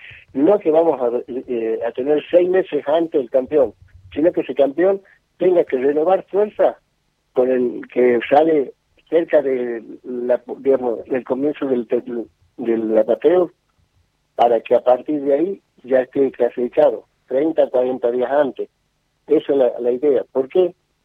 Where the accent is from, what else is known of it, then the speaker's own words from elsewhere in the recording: Güemes, Salta, Argentina; Sí veo, por ejemplo, que yo, como soy de Güemes, estuve mirando tanto San Antonio como hay un club, no me acuerdo cuál es, de Güemes, que tiene que ir a Pocitos.